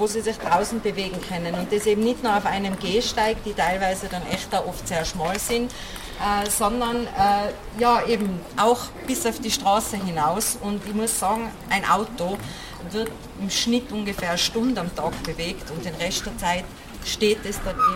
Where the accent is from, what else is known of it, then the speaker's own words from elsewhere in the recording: Tyrol, Austria; Ich bin am Land aufgewachsen, in einem Dorfkind. Nein, nicht in Innsbruck, im Oberland.